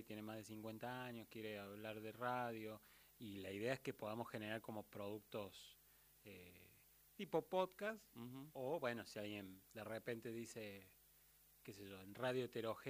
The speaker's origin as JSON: {"language": "Spanish", "town": "San Martín", "region": "Buenos Aires Province", "country": "Argentina", "said": "Yo soy de San Martín."}